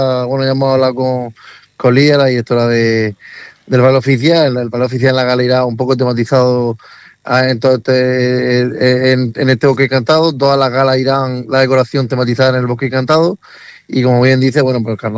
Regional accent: Águilas, Region of Murcia, Spain; soy un enamorado de mi pueblo, el que un coreano le haya dicho a su familia que voy a concursar a Águila y poner el nombre de Águila en el mapa

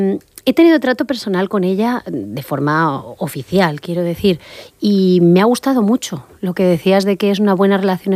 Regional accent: Region of Murcia, Spain; Me siento muy orgullosa como murciana

